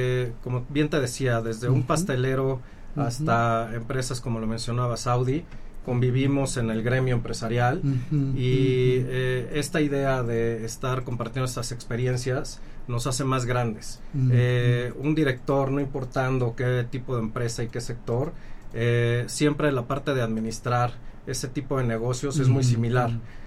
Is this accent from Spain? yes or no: no; Puebla, Mexico; como mexicanos y poblanos.